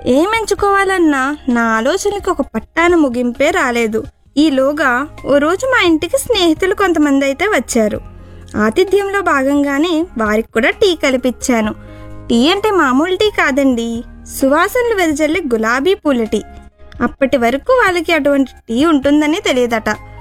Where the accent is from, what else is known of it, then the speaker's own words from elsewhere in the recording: Vijayawada, Andhra Pradesh, India; also born or lived in Guntur / Hubli; బ్యాడ్మింటన్కు అడుగులు పడింది విజయవాడలో అయినా నేను పుట్టింది మాత్రం గుంటూరులోనే.